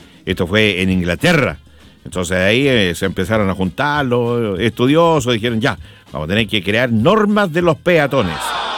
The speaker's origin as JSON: {"language": "Spanish", "country": "Chile", "said": "Somos los chilenos y las chilenas. Buenos peatones, ¿qué dice el público?"}